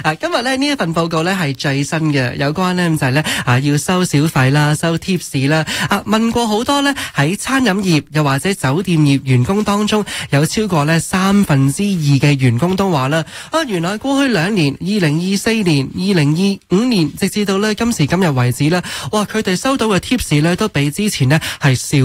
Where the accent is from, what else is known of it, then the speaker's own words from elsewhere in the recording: Canada; 我哋加拿大人啦，加拿大嘅国民啦